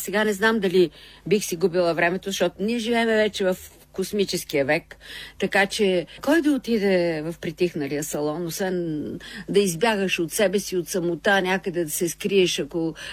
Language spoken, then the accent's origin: Bulgarian; Sofia, Sofia City, Bulgaria; О, най-прекрасния град София. Защото аз съм родена на Шейново улицата.